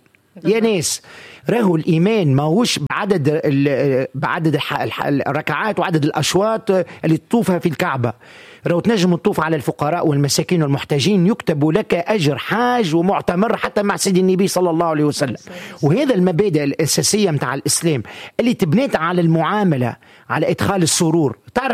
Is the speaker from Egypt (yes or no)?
no; Tunisia; دولة بلادنا تونس بلاد الخير.